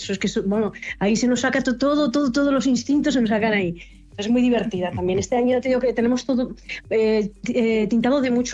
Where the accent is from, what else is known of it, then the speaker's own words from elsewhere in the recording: Castile and León, Spain; also born or lived in Covarrubias; yo soy mitad burgalesa, mitad leonesa, con lo cual me encanta poder trabajar entre las dos tierras